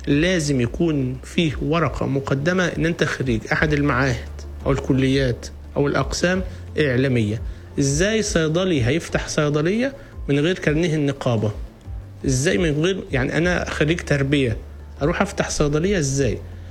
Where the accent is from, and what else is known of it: Egypt